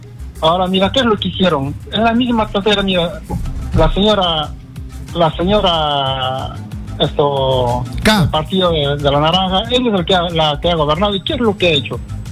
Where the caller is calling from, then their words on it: Mollendo, Arequipa, Peru; De Moliendo.